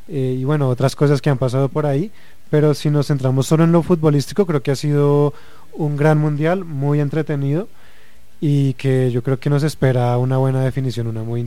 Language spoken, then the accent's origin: Spanish; Colombia; nosotros como colombianos